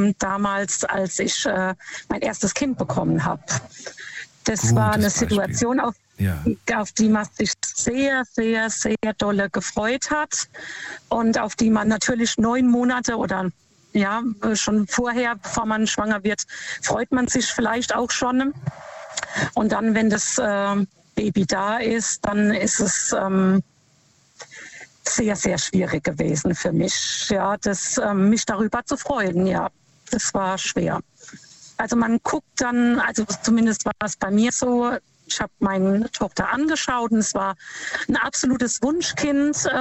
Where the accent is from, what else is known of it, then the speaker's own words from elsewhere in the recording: Lampertheim, Hesse, Germany; Ich komme aus Lampertheim.